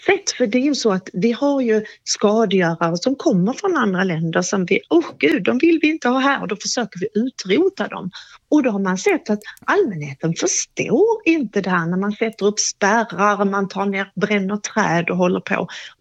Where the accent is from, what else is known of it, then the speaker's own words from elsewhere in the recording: Skåne, Sweden; now in Jönköping area, Sweden; Jag är ju själv skåning då.